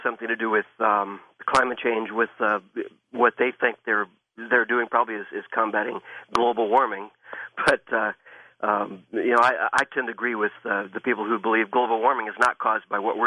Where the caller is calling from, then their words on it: Illinois, United States; I'm calling from the Midwest.